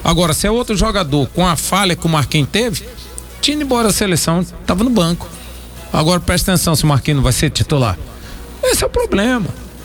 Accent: Brazil; nós somos brasileiros

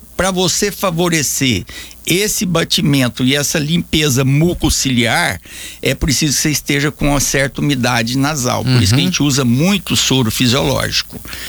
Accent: Goiânia, Goiás, Brazil; born there; now in Anápolis, Brazil; Nasci em Goiânia, mas acho que sou mais anapolino do que um bocado de anapolino.

